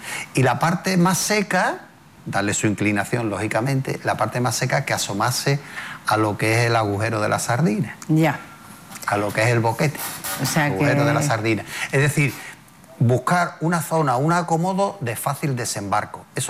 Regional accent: Ceuta, Spain; los ceutíes somos españoles

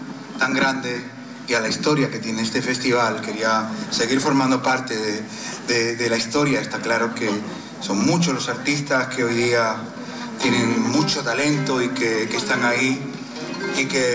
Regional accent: Spain; Y de alguna manera también celebramos que yo no soy muy futbolero, pero bueno, hagan España, si soy español.

